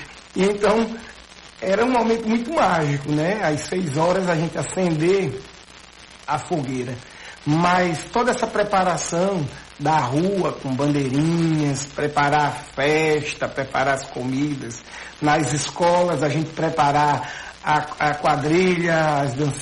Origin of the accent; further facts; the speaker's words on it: Pernambuco, Brazil; eu também volto lá para o meu interior, dentro da várzea, onde morávamos numa área de sítio aqui. Morávamos nas terras dos Brenãs, que fica aqui próximo